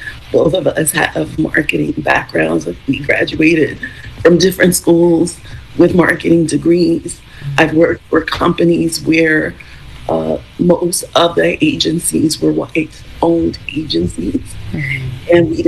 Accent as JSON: {"language": "English", "town": "Philadelphia", "region": "Pennsylvania", "country": "United States", "tie": "born or raised there", "said": "So I ended up moving back here to Philly, my hometown. And then I moved to South Jersey and took a position teaching math."}